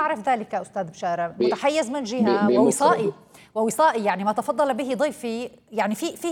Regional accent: Syria; لا نعرف حتى اليوم يعني كسوريين لا نعرف مثلا إن كان هناك تفاوض جدي مع الطرف السوري

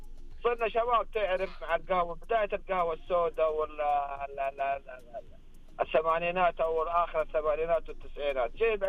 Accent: southern Saudi Arabia, Saudi Arabia; now in Jeddah, Saudi Arabia; صغري في الجنوب

